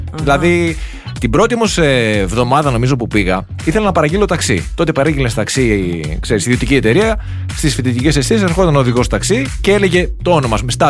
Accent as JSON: {"language": "Greek", "country": "Greece"}